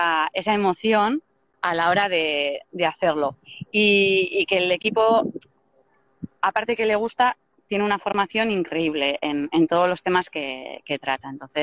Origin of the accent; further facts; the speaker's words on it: Deba, Basque Country, Spain; born there; also born or lived in Zumaia; yo nací en Deva y casi todo el tiempo lo estoy en Zumaya.